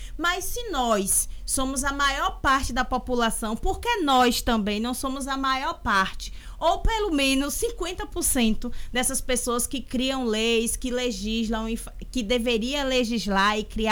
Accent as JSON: {"language": "Portuguese", "region": "Bahia", "country": "Brazil", "moved": "as an adult", "lives_now": "Itabuna, Brazil", "said": "Eu sou de Baitaba. Vim morar em Itabuna quando passei para estudar na UESC."}